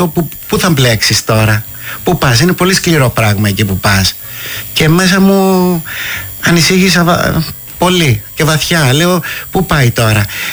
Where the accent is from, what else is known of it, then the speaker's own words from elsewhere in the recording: Karpathos, South Aegean, Greece; η ρίζα υπάρχει από την Ιερά Πέτρα λόγω Γεραπετρίτσα, ναι, αλλά είμαι από την Κάρπαθο